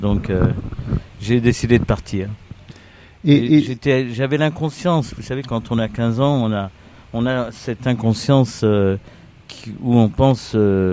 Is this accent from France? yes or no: yes; Paris, Île-de-France, France; born there; also born or lived in Avignon; j'ai grandi jusqu'à l'âge de 9 ans à Paris, à Ménilmontant.